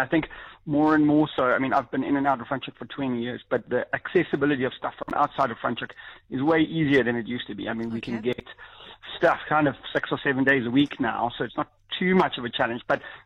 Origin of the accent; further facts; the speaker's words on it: Johannesburg, Gauteng, South Africa; moved away as an adult; also born or lived in United Kingdom; So I'm from Johannesburg originally, and I went to chef school in Johannesburg.